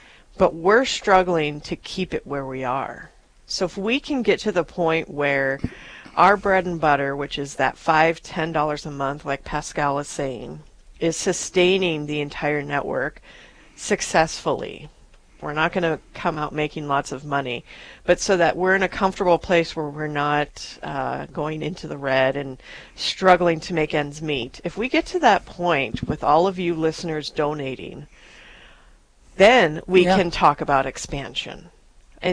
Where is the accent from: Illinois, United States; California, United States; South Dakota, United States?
South Dakota, United States; Rapid City; I was born and raised in Rapid